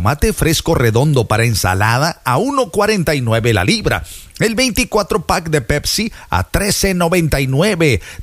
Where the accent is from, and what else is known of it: Mexico